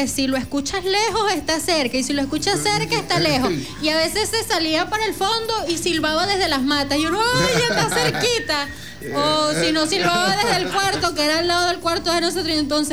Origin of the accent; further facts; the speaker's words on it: Aguasay, Monagas, Venezuela; yo soy de Aguasay, de Altamira